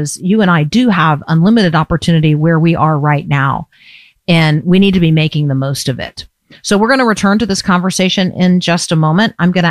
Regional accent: United States; you and I, as American Christians, we don't have influence.

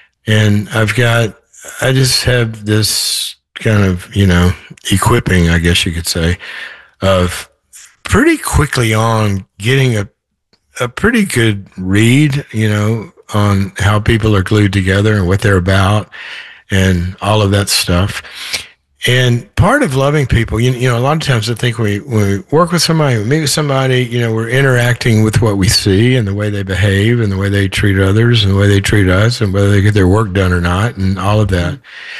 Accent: the South, United States; also born or lived in Los Angeles; You know, I'm from the South, so I lived in L.A. forever, and coming back here is sort of like coming home in a way.

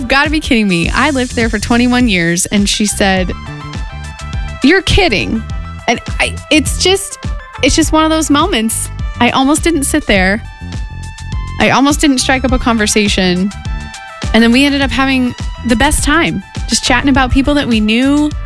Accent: Sullivan, Indiana, United States; moved away; Because I grew up in Sullivan, Indiana

